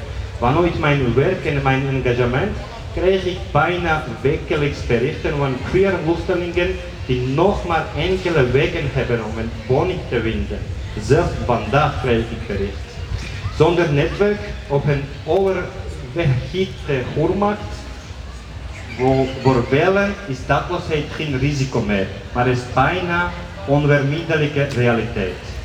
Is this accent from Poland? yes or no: no; Georgia; now in Antwerp, Belgium